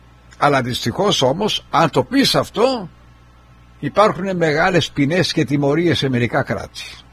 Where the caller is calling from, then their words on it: Florida, United States; Εγώ είμαι στη Φλόριντα